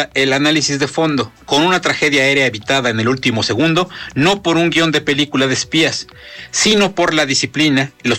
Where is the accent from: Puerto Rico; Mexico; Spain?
Mexico; Puebla; Yo soy de Loma Bella